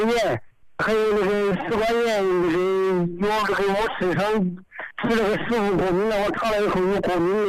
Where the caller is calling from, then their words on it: Baokang, Hubei, China; 我是湖北保康县芝麻镇浪坡村